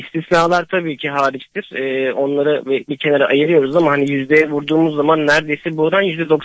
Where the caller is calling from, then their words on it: Istanbul, Turkey; İstanbul'dan arıyorum.